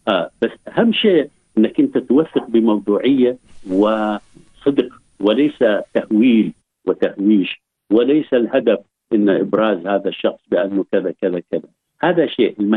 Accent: Jordan; إحنا عندنا بالأردن

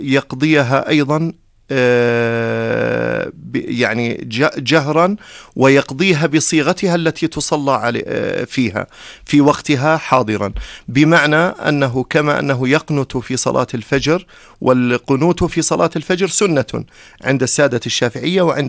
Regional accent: Jordan; ونحن من فضل الله عز وجل ومما من الله عز وجل علينا به في بلدنا الأردن

